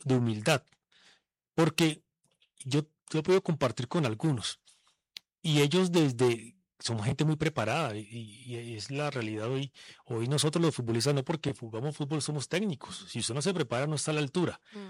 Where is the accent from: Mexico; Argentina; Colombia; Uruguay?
Colombia; Y el estilo de Colombia lo tenemos. Nosotros somos los suramericanos que más tocamos la pelota.